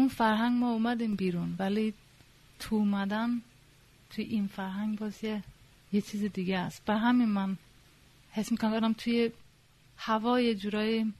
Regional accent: Stockholm, Stockholm County, Sweden; من آخه توی استکهلم بزرگ شدم، توی یه امرودهی که خیلی سوئدی زیاد بود توش، میاد کلاس بود.

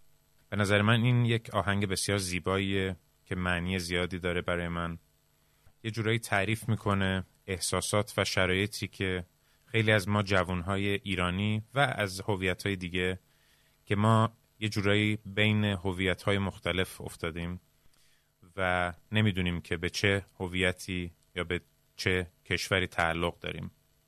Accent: Falun, Dalarna County, Sweden; also born or lived in Iran; در شهر کوچیکی که من بزرگ شدم در سوئد به نام فالون در استان دالانا تعداد خارجی زیاد نبود،

